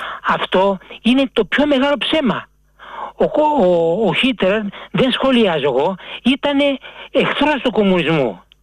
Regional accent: Glyfada, Attica, Greece; από τη Γλυφάδα.

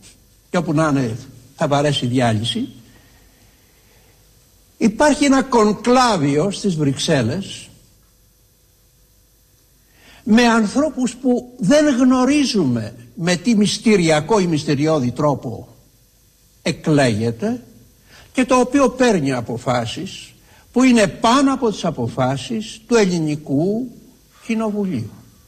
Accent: Mani, Peloponnese, Greece; Στην πατρίδα μου τη Μάνη

